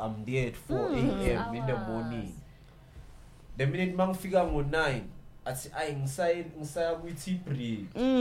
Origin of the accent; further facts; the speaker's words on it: South Africa; how long does it take for me as a South African citizen? For me, it even takes months for me to get my ID, despite being South African.